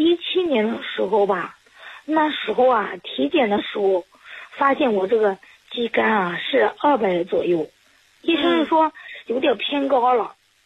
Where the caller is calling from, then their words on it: Henan, China; 我是河南的。